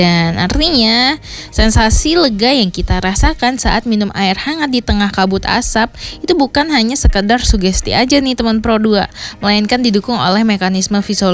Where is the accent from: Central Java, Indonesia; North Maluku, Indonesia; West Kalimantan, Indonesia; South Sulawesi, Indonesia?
West Kalimantan, Indonesia; bagi kita nih warga Kalimantan Barat